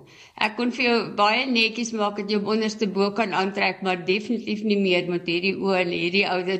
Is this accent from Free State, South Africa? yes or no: yes; Koppies, Free State, South Africa; born there; moved away as an adult; also born or lived in Bethlehem, Free State / Kroonstad, Free State / Polokwane (Pietersburg), Limpopo; Ek is in Bethlehem in die sneeu gebore. En toe het ons Kroonstad toe getrek. My pa was 'n kleremaker en my ma het by hom in die winkel gewerk. En toe 'n paar jaar later Koppies toe.